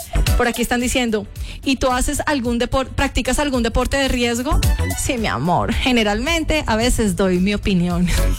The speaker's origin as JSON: {"language": "Spanish", "country": "Colombia", "said": "yo que soy colombiana."}